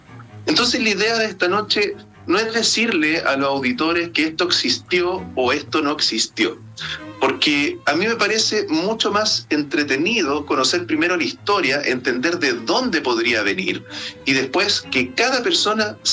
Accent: Los Lagos, Chile; Entonces yo me siento identificado porque mucha parte de mi infancia yo la viví en Chiloé.

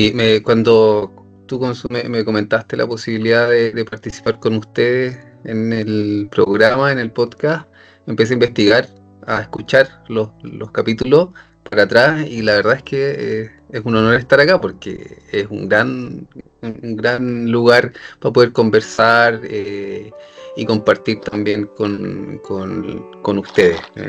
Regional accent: Valparaíso, Chile; now in Santiago, Chile; nací en Valparaíso y me crié en Valparaíso, soy porteño.

